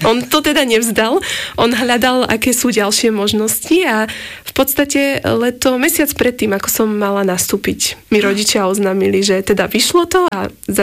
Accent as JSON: {"language": "Slovak", "town": "Bratislava", "region": "Bratislava Region", "country": "Slovakia", "tie": "born or raised there", "said": "Vyrastala som v širšom centre mesta."}